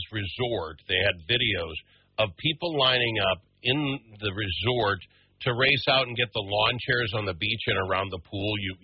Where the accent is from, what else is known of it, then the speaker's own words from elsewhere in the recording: Forest Lake, Minnesota, United States; I'm from Forest Lake.